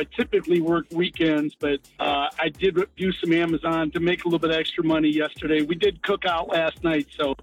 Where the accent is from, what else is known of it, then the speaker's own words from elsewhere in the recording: Massillon, Ohio, United States; I grew up in Maslin